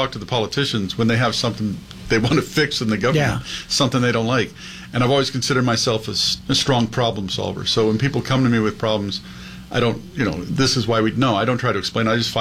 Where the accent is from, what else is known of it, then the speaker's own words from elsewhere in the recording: Simi Valley, California, United States; I was born and raised in Simi Valley.